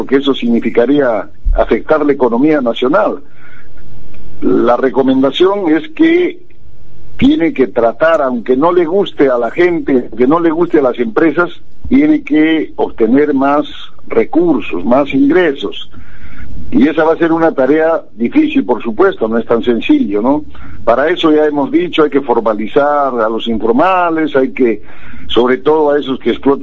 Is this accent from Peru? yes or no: yes; Peru